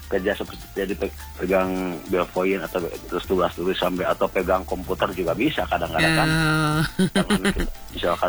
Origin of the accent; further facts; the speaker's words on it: West Java, Indonesia; now in North Sumatra, Indonesia; apapun juga tetap Sunda mah tidak bisa logat Batak, apapun